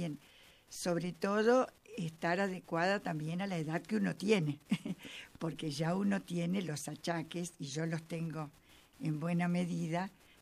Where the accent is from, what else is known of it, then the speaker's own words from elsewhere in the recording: Rosario, Santa Fe, Argentina; born there; now in Ramallo, Argentina; si bien soy nacida en Rosario, pero tengo mucho más de ramallense que de rosarina.